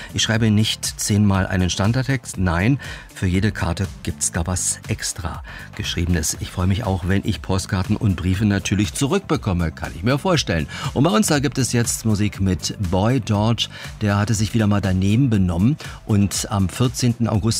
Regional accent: Hamburg, Germany; born there; als gebürtige Hamburgerin und ich bin viel unterwegs

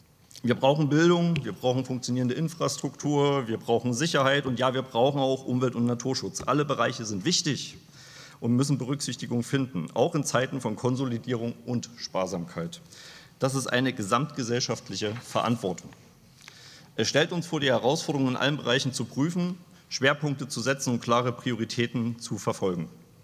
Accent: Leipzig, Saxony, Germany; als Leipziger

